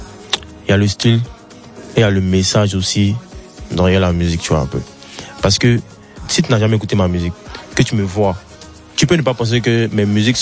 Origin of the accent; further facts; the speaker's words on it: Bobo-Dioulasso, Hauts-Bassins, Burkina Faso; moi j'ai grandi à Bobo. La Bobo, c'est un peu le Bronx, tu vois, c'est un peu le ghetto